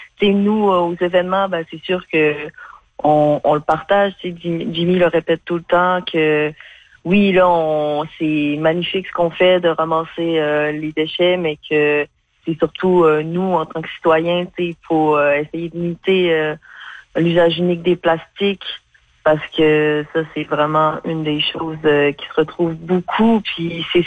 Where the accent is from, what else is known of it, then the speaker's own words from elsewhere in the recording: Natashquan, Quebec, Canada; Je viens de Noutachquan, en fait.